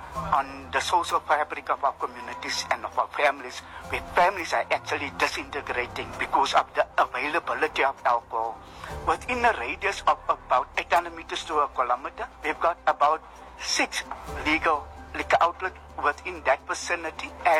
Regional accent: Mitchells Plain, Western Cape, South Africa; I'm from Mitchell's Plain, and there's a dire need not only for dialogue, for action to be taken, because our community is being overrun

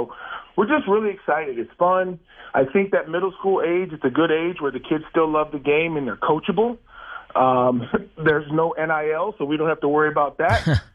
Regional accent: Illinois, United States; now in Tucson, United States; Illinois, but I've been in Arizona much longer than I've been from Illinois. So I just tell people I'm from Tucson now.

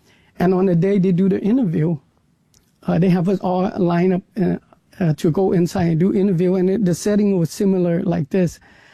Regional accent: Vietnam; where I was born in Vietnam when my father had already left the country. I grew up in a country where social perception really mattered

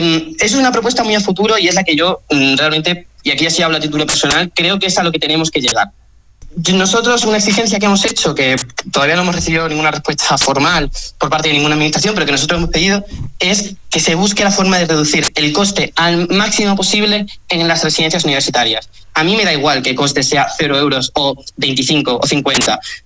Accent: Mérida, Extremadura, Spain; Yo no quiero irme fuera, yo soy de Mérida y soy un emeritense muy orgulloso.

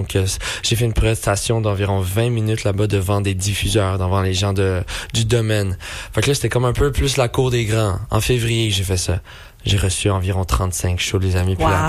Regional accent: Quebec, Canada; je suis québécois d'origine marocaine, faut le savoir. Mes parents sont nés au Maroc, ils sont venus ici et pour fonder leur famille avec mon petit frère.

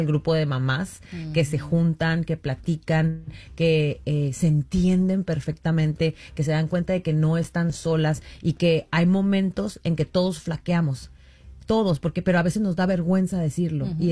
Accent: Mexico; porque desde que yo crecí, crecí en México, y en México el Teletón tiene muchísimos claro. años.

